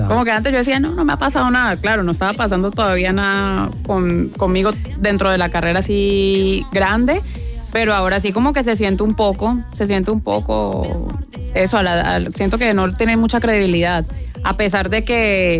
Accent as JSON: {"language": "Spanish", "town": "Cali", "region": "Valle del Cauca", "country": "Colombia", "moved": "as an adult", "lives_now": "Puerto Rico", "said": "se parece mucho a mi ciudad en Colombia, de Cali."}